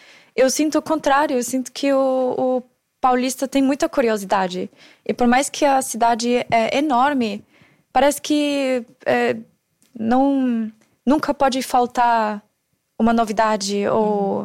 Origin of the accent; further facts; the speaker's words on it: Tyrol, Austria; Portuguese is a second language; moved away as an adult; now in São Paulo, Brazil; Eu cresci num vilarejo de 8 mil habitantes, que chama Zürl, perto de Innsbruck. Então, a gente olha para cima, tem montanha em todo lugar. A gente quer algum pedacinho de natureza, caminha 2 minutos.